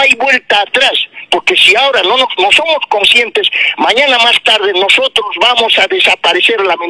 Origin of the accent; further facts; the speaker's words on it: Calca, Cusco, Peru; moved away; Pienso en mi tierra, el lugar de donde yo procedo, de donde he salido. Soy calqueño nato, hecho, y voy a seguir luchando por mi querida Calca desde donde esté